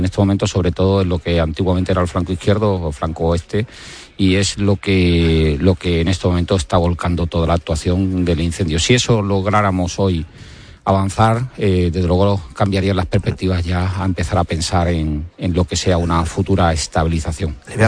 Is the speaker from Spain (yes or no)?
yes; Cádiz, Andalusia, Spain; born or raised there